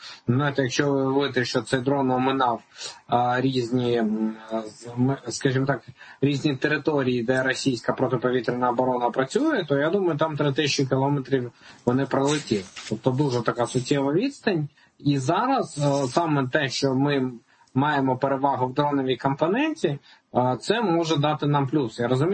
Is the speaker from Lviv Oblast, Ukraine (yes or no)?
no; Yahotyn, Kyiv Oblast, Ukraine; now in Kyiv, Ukraine; в моєму рідному Ягатині, в Київській області